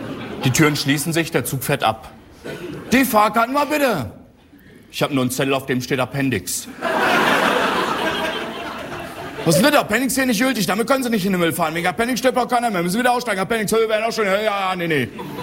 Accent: Northern Germany, Germany; Ich sage, ich bin eigentlich aus Norddeutschland.

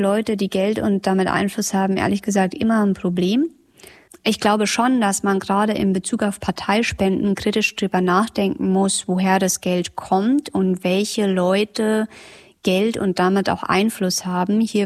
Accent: Bavaria, Germany; now in Mecklenburg-Vorpommern, Germany; wir stammen beide aus Bayern und wir leben seit einiger Zeit in MV.

